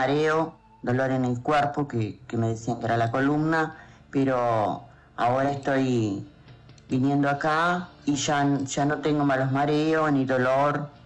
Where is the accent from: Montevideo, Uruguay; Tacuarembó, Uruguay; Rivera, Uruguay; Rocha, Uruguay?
Tacuarembó, Uruguay; Soy de Tacuarembó, sí.